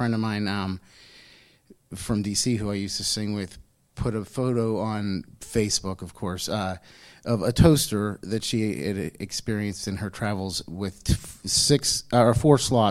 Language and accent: English; Penn Hills, Pennsylvania, United States; I'm from Penn Hills.